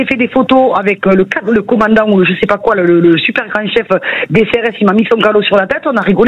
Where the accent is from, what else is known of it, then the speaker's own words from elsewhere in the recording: Occitanie, France; moi, j'ai grandi dans le Gers, donc c'était facile.